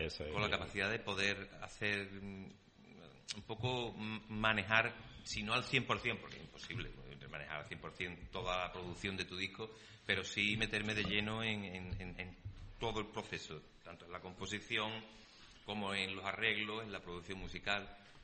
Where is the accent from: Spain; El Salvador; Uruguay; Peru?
Spain; Sanlúcar de Barrameda, Andalusia; born there; moved away; also born or lived in Las Rozas, Madrid; estaba acordándome de mi pueblo, de mi tierra